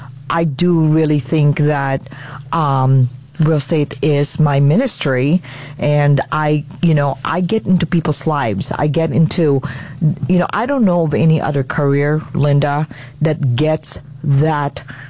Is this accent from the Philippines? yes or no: yes; Philippines; first language Tagalog; English is a second language; now in United States; I'm Filipino. I'm born and raised in the Philippines, came to this country in 1978, and Tagalog happens to be my native language.